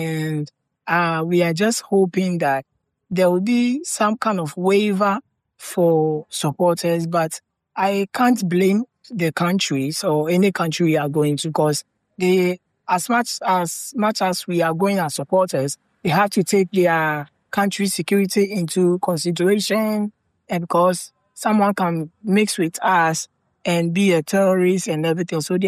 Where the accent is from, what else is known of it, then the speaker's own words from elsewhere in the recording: Ghana; Because as a Ghanaian, I wouldn't be happy where you come for maybe a tournament here in Ghana